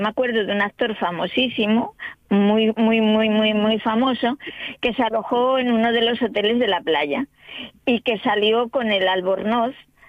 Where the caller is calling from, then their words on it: Gijón, Asturias, Spain